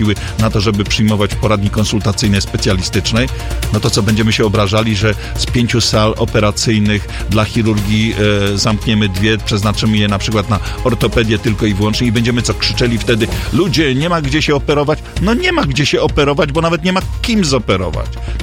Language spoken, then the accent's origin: Polish; Gorzów Wielkopolski, Lubusz Voivodeship, Poland; ja jestem Gorzowianinem